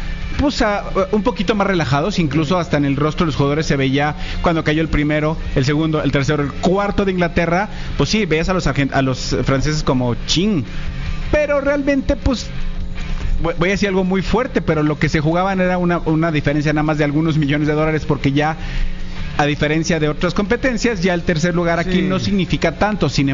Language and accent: Spanish; Mexico; para como mexicano, después de Haaland, creo que Bellingham fue el jugador que se ganó el corazón de hombres y mujeres en este país.